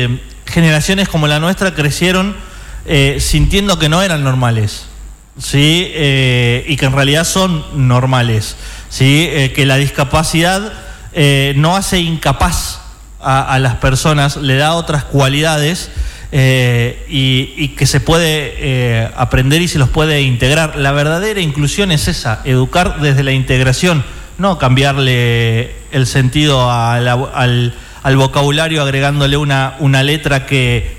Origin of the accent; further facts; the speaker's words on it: Salta, Argentina; yo, que me crié en Salta, iba a un colegio que estaba a media cuadra de mi casa, es en el sur de la capital salteña, barrio intersindical.